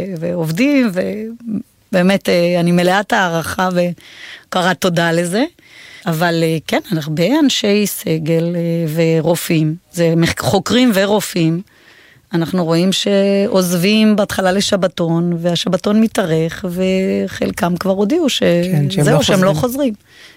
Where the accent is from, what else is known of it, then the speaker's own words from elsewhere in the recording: Venezuela; also born or lived in United States; now in Israel; חייתי המון שנים בחול, גם גדלתי בחול בוונצואלה.